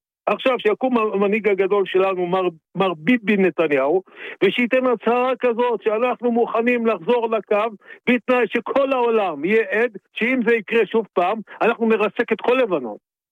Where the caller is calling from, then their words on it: Central Israel, Israel; אני מהמרכז.